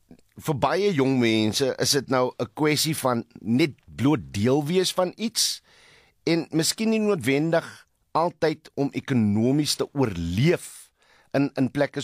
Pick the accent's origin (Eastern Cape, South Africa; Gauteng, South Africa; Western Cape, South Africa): Western Cape, South Africa; Atlantis; ek het nou nie op die Kaapse vlakte groot geword nie, maar ek het wel in 'n bende getuisterde gebied Atlantis groot geword.